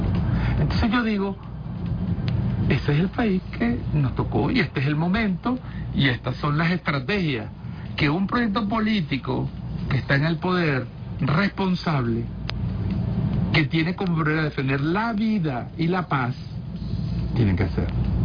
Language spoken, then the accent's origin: Spanish; Venezuela; todos somos venezolanos